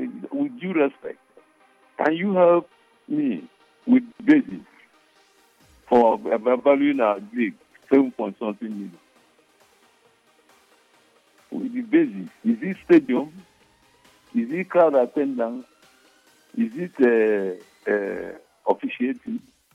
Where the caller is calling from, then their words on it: Port Harcourt, Rivers, Nigeria; I'm calling from Port Harcourt.